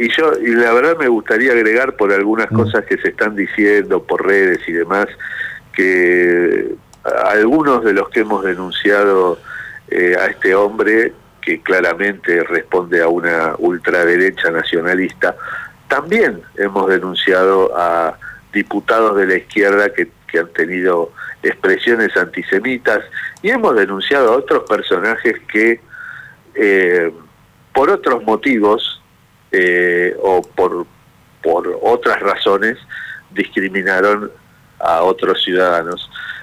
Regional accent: Argentina

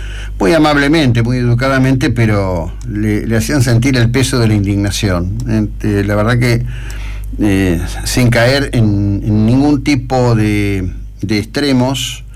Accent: Argentina; nos da como ciudadanos argentinos

